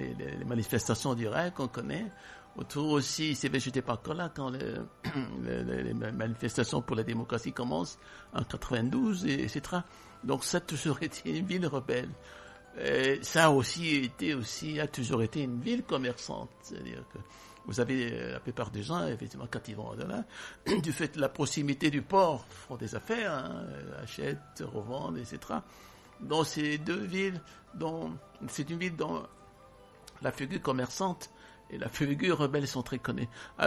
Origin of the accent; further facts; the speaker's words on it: Douala, Littoral, Cameroon; Douala, c'est ma ville. Je suis né à Douala.